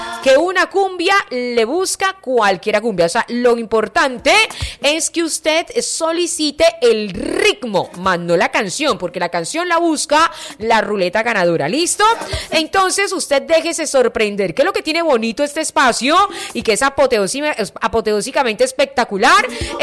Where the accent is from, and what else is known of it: Colombia